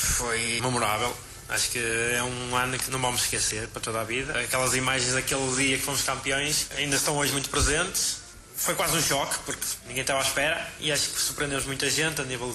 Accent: Portugal; Principalmente por ser o clube da minha terra, porque é o clube do coração, de onde nasci. A adolescência foi lá passada naquele campo, andar de bicicleta naquele campo

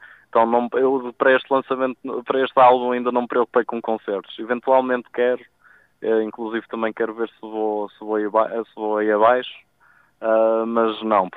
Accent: Machico, Madeira, Portugal; also born or lived in Ireland; now in Porto, Portugal; a minha terra em Machico, apesar de ser na Madeira, tipo, é uma zona que até tem muitas montanhas, tipo, tem muitas nuvens e muito vento e chuva. E depois fui para a Irlanda

